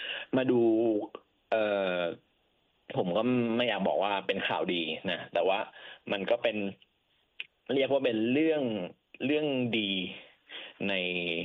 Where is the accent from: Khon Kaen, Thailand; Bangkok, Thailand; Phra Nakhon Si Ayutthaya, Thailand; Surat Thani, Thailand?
Bangkok, Thailand; ต้องบอกว่าเป็นคนกรุงเทพจริงๆเลยเพราะว่าไม่ได้มีบ้านที่ต่างจังหวัดเกิดที่กรุงเทพ